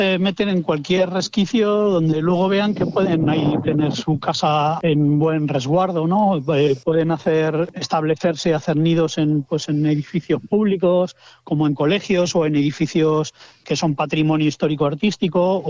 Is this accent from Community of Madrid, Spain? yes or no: no; Cuenca, Castilla-La Mancha, Spain; Yo soy de Cuenca